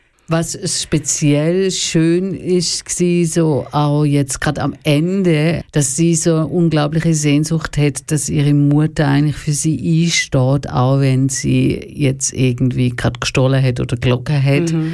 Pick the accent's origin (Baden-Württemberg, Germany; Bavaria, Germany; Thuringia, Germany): Baden-Württemberg, Germany; moved away; also born or lived in Berlin; Ich bin ja quasi im Schwarzwald aufgewachsen